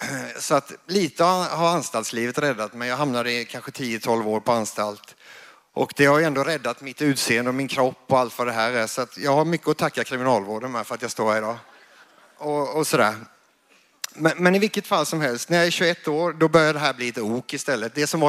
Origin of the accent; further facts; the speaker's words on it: Kalmar, Kalmar County, Sweden; born there; also born or lived in Åtvidaberg; now in Karlskrona, Sweden; jag är född i Kalmar.